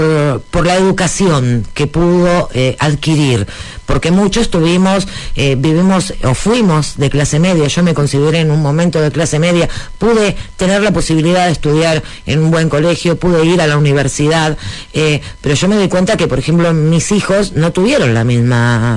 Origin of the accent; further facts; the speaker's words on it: Barracas, Buenos Aires Province, Argentina; yo no soy de La Boca, yo soy de Barracas. De Barracas, aguante, como Barracas.